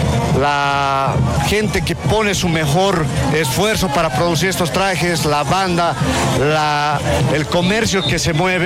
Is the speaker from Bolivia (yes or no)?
yes; Bolivia; nos abracemos como bolivianos